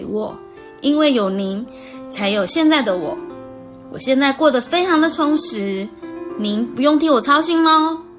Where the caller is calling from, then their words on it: Miaoli County, Taiwan; 我是来自苗栗的